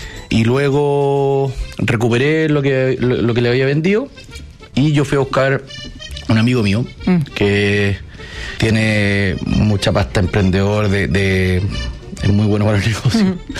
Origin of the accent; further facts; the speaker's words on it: Chile; born there; Nací en Chile, sí.